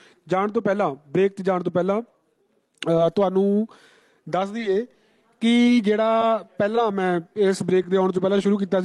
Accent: Punjab, India; ਜਦੋਂ ਮੈਂ ਛੋਟਾ ਹੁੰਦਾ ਸੀ ਨਾ ਅਤੇ ਸਾਡੇ ਇਲਾਕੇ 'ਚ ਇੱਕ ਸ਼ਹਿਰ ਪੈਂਦਾ ਛੋਟਾ ਜਿਹਾ ਖੰਨਾ ਟਾਊਨ ਹੈ ਜਿਹੜੇ ਮੇਰੇ ਇਲਾਕੇ ਦੇ ਨੇ ਉਹਨਾਂ ਨੂੰ ਪਤਾ ਹੋਊਗਾ

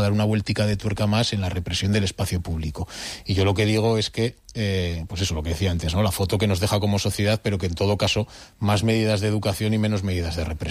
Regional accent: Spain; cuando yo era crío, que yo soy de las Delicias, antes de que existiera el parque

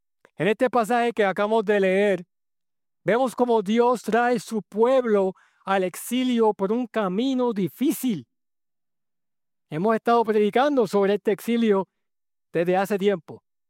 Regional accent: Puerto Rico; moved away as an adult; also born or lived in Alabama / Idaho / New Mexico / Philippines; Yo como soltero me mudé de Puerto Rico a Alabama y de Alabama a Idaho y de Idaho a Nuevo México y luego el Señor me llevó a las Filipinas

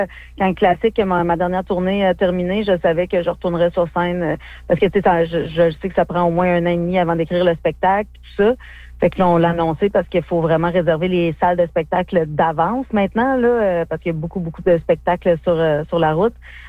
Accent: Rouyn-Noranda, Quebec, Canada; now in Greater Montreal, Canada; ça fait très longtemps que j'ai pas été à Arnfield, par exemple. Ça doit faire quasiment 20 ans que je suis pas retournée dans mon village natal. Quand je vais à Rouyn, je vais à Évin parce que ma famille habite là. Fait que je me rends plus à Arnfield.

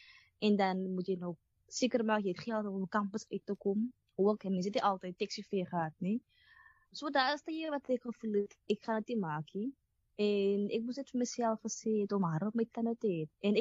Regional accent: Atlantis, Western Cape, South Africa; by die skool het hulle my gevra van waar is ek, en sê, ek is van Atlantis, ek bly in Island Place, ek bly die kort

